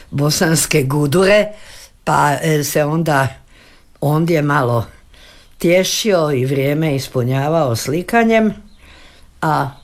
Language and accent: Croatian; Osijek, Osijek-Baranja County, Croatia; tako da je meni taj moj rodni grad ostao u dobroj uspomeni